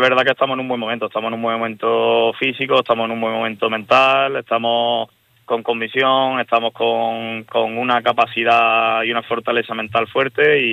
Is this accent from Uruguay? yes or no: no; Córdoba, Andalusia, Spain; Sí, bueno, yo realmente, yo soy cordobés